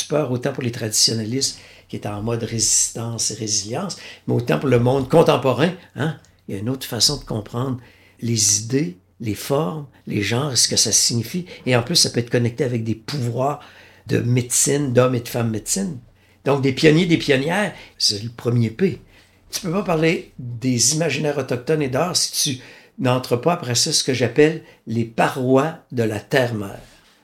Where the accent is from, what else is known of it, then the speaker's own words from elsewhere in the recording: Wendake, Quebec, Canada; chez nous, à Wendake